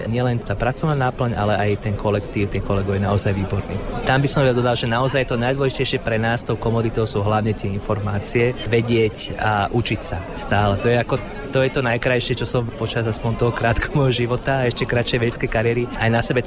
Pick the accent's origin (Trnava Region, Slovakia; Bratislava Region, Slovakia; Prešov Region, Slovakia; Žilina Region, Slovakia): Trnava Region, Slovakia; Trnava; Nechcem predbiehať, ale sú to v okolnosti v mojom rodnom meste Trnave.